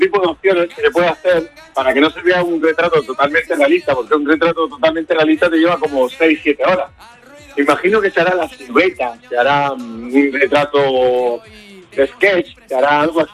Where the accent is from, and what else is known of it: Almería, Andalusia, Spain; born or raised there